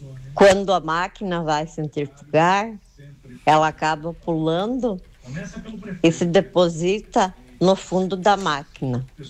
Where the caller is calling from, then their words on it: Brazil; sou de Seron, do bairro Clara Adélia.